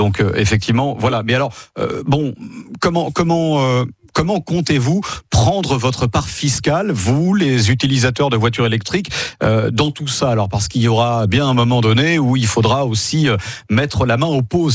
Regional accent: France; c'est vrai que eh bien Bercy, ici chez nous en France, y songe beaucoup.

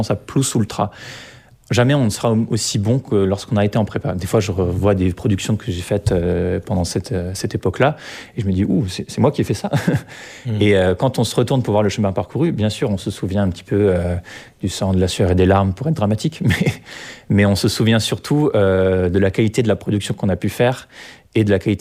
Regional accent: New Caledonia; moved away as an adult; now in France; quand on est un Calédonien qui va en métropole

